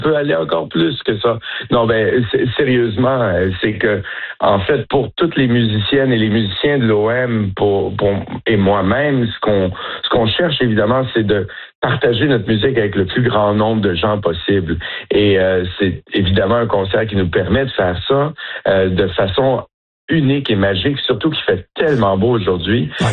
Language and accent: French; Montreal, Quebec, Canada; Et je suis pas sûr qu'on le réalise tout le temps en tant que Montréalais, combien ces événements-là peuvent pas nécessairement avoir lieu dans toutes les villes du monde.